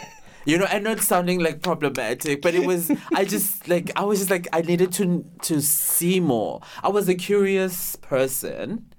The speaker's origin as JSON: {"language": "English", "town": "Johannesburg", "region": "Gauteng", "country": "South Africa", "tie": "born or raised there", "moved": "as an adult", "lives_now": "Austria", "said": "And I grew up in a space, Johannesburg, which formerly was known, the apartheid name was Transvaal, and which was also known as a mining place."}